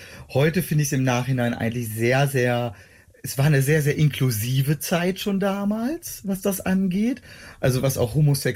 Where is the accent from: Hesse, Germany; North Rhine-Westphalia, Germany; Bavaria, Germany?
North Rhine-Westphalia, Germany; Schloß Holte-Stukenbrock; Ich komme aus Schloss Holte-Stukenbrock in der Nähe von Bielefeld.